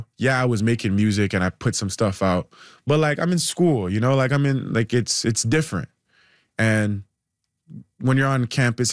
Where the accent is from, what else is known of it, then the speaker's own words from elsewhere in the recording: Canada; also born or lived in West Virginia; I'm from Canada